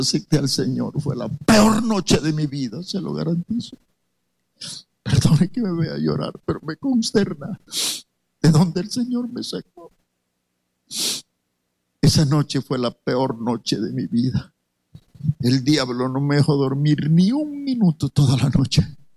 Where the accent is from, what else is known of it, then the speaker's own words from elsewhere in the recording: El Salvador; moved away; ¿Hay algún salvadoreño aquí o no? ¿Conoce algo de mi país?